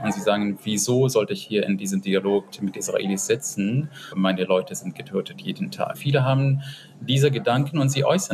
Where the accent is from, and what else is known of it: Palestine